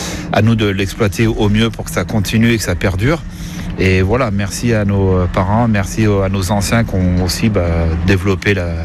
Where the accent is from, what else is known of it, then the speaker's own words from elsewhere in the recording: La Morte, Auvergne-Rhône-Alpes, France; Alors moi je suis un enfant du pays, je suis natif de l'Alpe du Grand Serre, commune de la Morte. Et j'y suis toujours